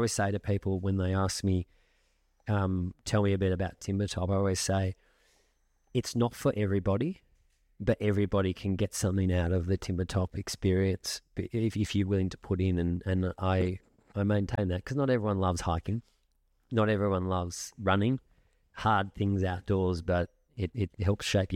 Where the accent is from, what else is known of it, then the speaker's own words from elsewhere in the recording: Geelong, Victoria, Australia; I actually grew up here in the house just over the way there on the oval. So I was born in Geelong